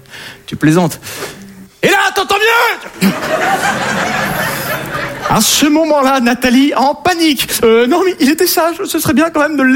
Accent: south of France, France; Hein, je viens du sud de la France.

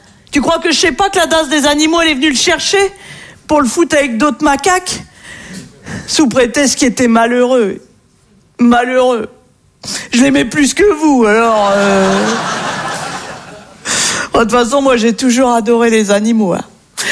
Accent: Hauts-de-France, France

